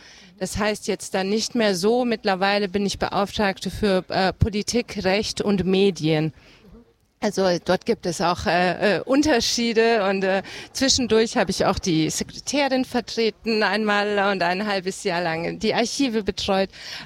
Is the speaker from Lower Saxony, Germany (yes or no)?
no; Munich, Bavaria, Germany; born or raised there; moved away as an adult